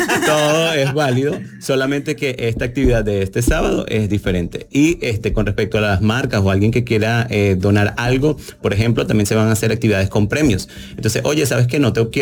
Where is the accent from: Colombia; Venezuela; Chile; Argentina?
Venezuela; now in Chiapas, Mexico; Y yo como venezolano